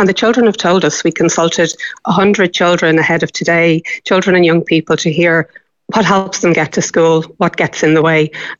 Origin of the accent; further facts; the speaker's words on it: Ireland; I think as Irish people, we really value education.